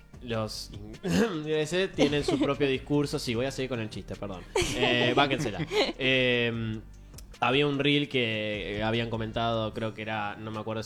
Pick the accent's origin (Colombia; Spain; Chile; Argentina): Argentina; Y eso es algo que amo profundamente de mi país.